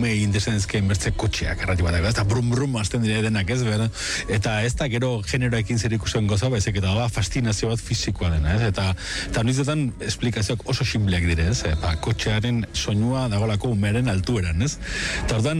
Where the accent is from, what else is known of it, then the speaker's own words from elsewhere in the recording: Bera, Navarre, Spain; also born or lived in Lesaka; Lezakarra naiz jaiotzez, Beratarra etxez edo